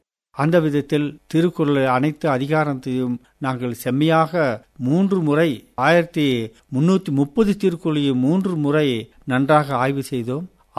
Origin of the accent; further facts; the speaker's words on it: Kalinganetti, Tamil Nadu, India; also born or lived in Coimbatore district; நான் வந்து நீலகிரி மாவட்டத்தில் கலிங்கநெட்டி என்ற ஊரில் பிறந்தேன். கோத்தகிரி பார்டர்னு சொல்லி, கோத்தகிரி ஒட்டுநாப்பில் பார்டரில் உள்ளது கலிங்கநெட்டி, உதகை ஒன்றியத்தை சார்ந்த ஊரில் தான் நான் பிறந்தேன். அந்த எங்கள் ஊரில் உள்ள அரசு தொடக்கப்பள்ளியில் தான் நான் 5வது வகுப்பு வரை படித்தேன்.